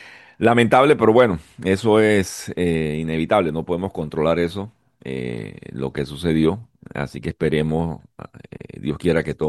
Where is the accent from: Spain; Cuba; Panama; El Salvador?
Panama; como país, como panameños